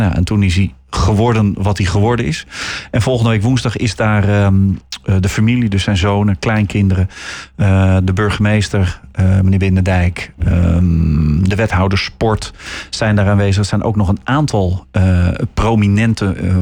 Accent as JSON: {"language": "Dutch", "town": "Haarlem", "region": "North Holland", "country": "Netherlands", "said": "Want ik vind dat wel mooi hoe wij als Haarlemmers."}